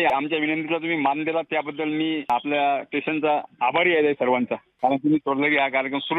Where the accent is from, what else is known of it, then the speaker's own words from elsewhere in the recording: Govardhan, Maharashtra, India; born there; मी गोवर्धन तालुका रिसोड जिल्हा वाशिम इथून